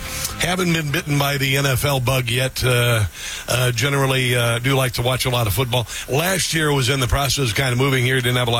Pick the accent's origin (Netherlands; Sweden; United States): United States; Midwest; particularly since I'm from the Midwest. Don't hold it against me. I live in the D.C. area